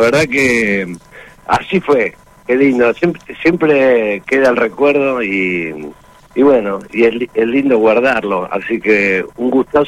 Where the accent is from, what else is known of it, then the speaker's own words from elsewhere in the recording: Carapachay, Buenos Aires Province, Argentina; moved away as an adult; also born or lived in Vicente López; now in Belgrano, Buenos Aires, Argentina; Yo nací en Vicente López y después me crié en Carapachay, hasta que me casé, y después me mudé a Belgrano, y desde ahí estoy acá en Belgrano